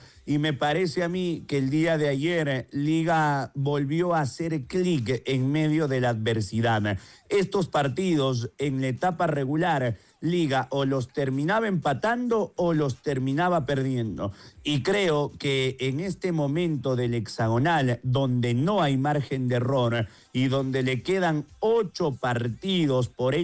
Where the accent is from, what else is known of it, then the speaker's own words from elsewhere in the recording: Quito, Pichincha, Ecuador; nosotros que somos de nuestra ciudad, somos quiteños